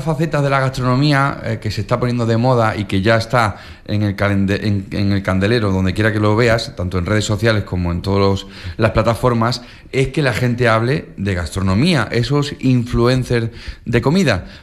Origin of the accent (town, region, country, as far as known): Canary Islands, Spain